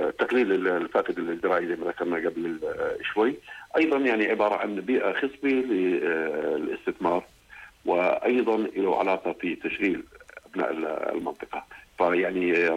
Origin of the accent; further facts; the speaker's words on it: Jordan; عندنا بالأردن